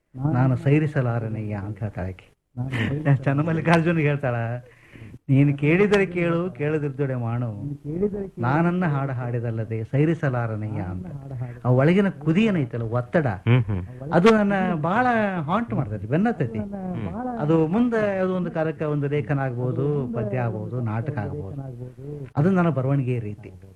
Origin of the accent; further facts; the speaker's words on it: Karnataka, India; ನಾನು at the other end it has got to B A ಕನ್ನಡಿಗ ಅಂತಂದಾಗ ನನ್ನ ಹೆಚ್ಚಿನ ಅಭಿವ್ಯಕ್ತಿಯನ್ನು ನಾನು ನನ್ನ ಭಾಷೆ ಒಳಗೇನೆ ಮಾಡಿದ್ದು.